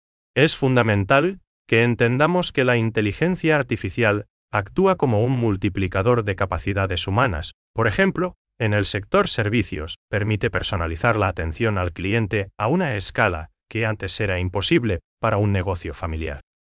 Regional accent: Paraguay; nosotros, como paraguayos

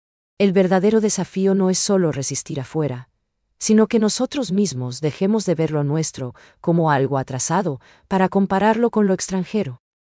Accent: Paraguay; un orgullo real que nos identifique como paraguayos frente al mundo.

